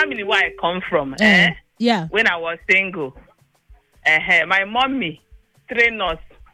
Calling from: Lagos, Nigeria; I'm calling from Ebute Mecca.

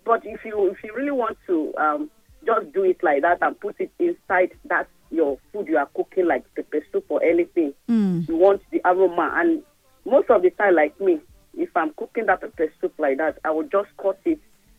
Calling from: Akwa Ibom, Nigeria; Actually, I'm from Akwa Ibom.

